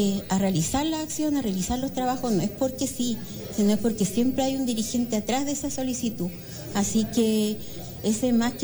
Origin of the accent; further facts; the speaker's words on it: Castro, Los Lagos, Chile; somos vecinos de Castro, nos vemos las caras todos los días